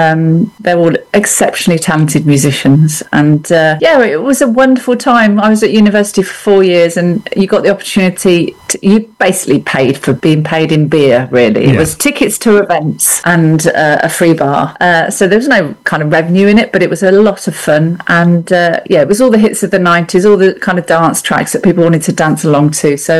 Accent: Midlands, United Kingdom; Although I personally don't think I'm a southerner either. I'm from the Midlands, which is a bit of a no man's land.

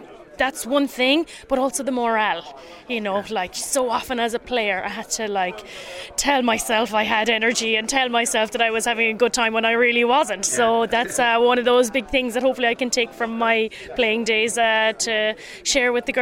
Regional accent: Cork, Munster, Ireland; also I'm from Cork in Ireland, and Munster was a big club for me when I was growing up

